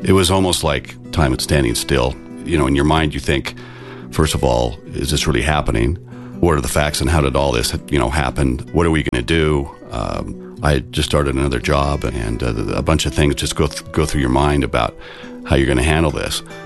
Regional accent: Portland, Oregon, United States; moved away; I grew up in the Northwest in the Portland, Oregon area

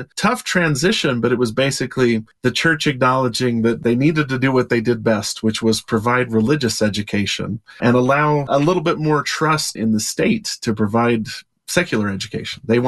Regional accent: Delta, Utah, United States; Near where I grew up in Delta, Utah, in Hinckley, there's still the Church Academy building, still standing.

